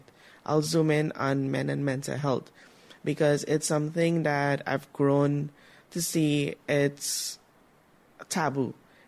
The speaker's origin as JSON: {"language": "English", "region": "Berbice", "country": "Guyana", "said": "I am 30 years old. I'm from Barbies, a proud Barbiesian."}